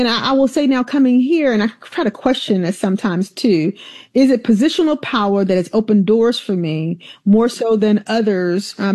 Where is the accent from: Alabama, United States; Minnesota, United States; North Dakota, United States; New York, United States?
Alabama, United States; Now, we'll tell you too, growing up in Alabama, there's some spaces and places that I will never probably ever be comfortable